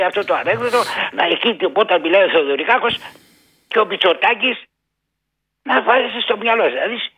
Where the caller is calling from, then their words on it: Greece; Εγώ είμαι Έλληνας φορολογούμενος και πληρώνω την ΕΡΤ.